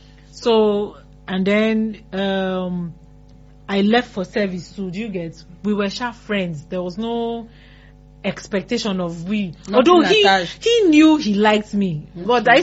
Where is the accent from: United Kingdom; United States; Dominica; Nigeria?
Nigeria; Benue; So I'm from Benue State, the Tiv tribe.